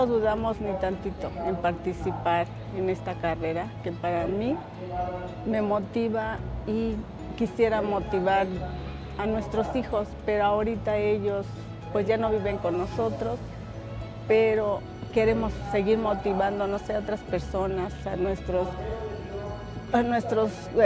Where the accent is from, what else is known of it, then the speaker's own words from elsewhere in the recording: Coatlán del Río, Morelos, Mexico; vengo del municipio de la colonia que pertenece al municipio de Coatlán del Río.